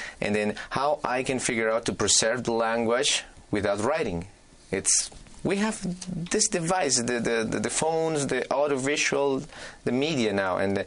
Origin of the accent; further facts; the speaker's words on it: Cusco, Peru; English is a second language; I was born in Cusco City, but I passed my first years with my mother in the countryside. She was a teacher. She is retired, and so that's where I learned the Quechua